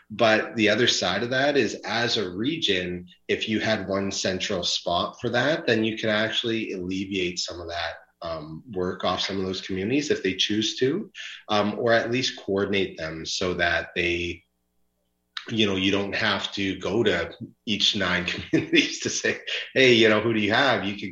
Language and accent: English; Saskatchewan, Canada; I come from Saskatchewan